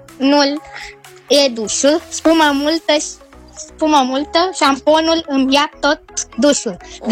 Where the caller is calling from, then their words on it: Bucharest, Romania; din București, am 9 ani